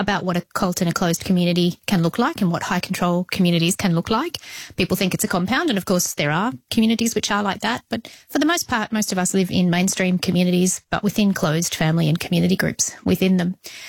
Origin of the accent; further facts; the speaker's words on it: Australia; I am obviously Australian. I was raised fifth generation inside the group here in Australia. I came from a rural remote community